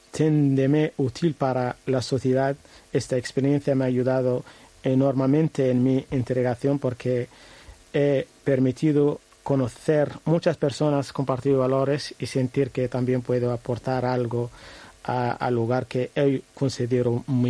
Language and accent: Spanish; Western Sahara; Spanish is a second language; now in Bilbao, Spain